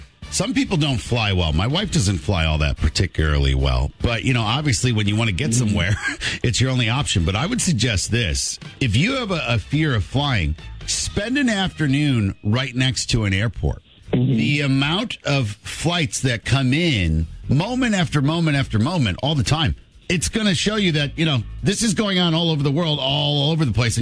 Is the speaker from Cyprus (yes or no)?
no; Costa Rica; I want to take them to my home country of Costa Rica to visit with family.